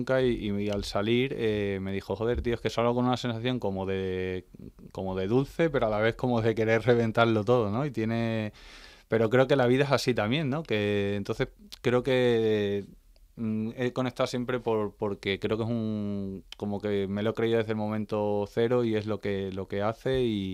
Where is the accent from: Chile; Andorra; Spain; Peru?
Spain; Plasencia, Extremadura; moved away; hoy es la vez que más tiempo llevo sin tocar en mi ciudad